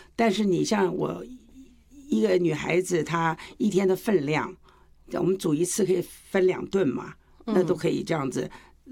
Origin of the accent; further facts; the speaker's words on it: Taiwan; 其实跟我们台湾人的做法是一模一样的